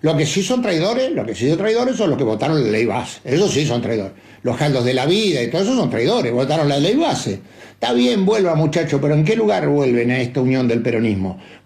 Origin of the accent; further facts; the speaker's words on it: Pampa Húmeda, Argentina; soy de la Pampa húmeda, que estamos a 259 kilómetros, que soy como ustedes, que soy del interior